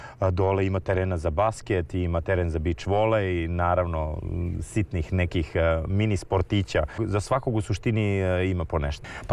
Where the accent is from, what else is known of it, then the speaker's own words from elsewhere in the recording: Kraljevo, Šumadija and Western Serbia, Serbia; Mi smo iz Kraljeva inače, ali pre 15-16 godina su moji roditelji ovdje kupili placa, još nekoliko prijatelja i tako su počeli, hteli su čisto napraviti neku vikendičicu malo da imamo da pobegnemo negde u prirodu